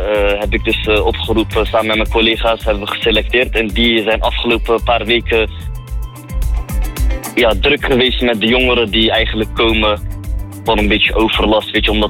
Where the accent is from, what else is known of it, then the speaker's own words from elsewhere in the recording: Rotterdam, South Holland, Netherlands; born there; ik ben 30 jaar oud. Ik ben geboren in Rotterdam-Zuid.